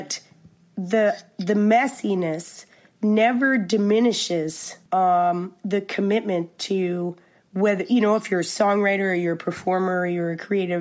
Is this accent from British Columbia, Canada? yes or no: no; Nova Scotia, Canada; I'm from Cape Breton, so I love me a benefit, you know?